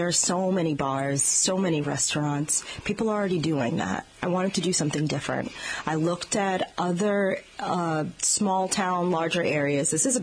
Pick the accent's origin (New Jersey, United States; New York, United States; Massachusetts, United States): Massachusetts, United States; Boston; I'm originally from Boston, mm-hmm. so we're a walking city, right?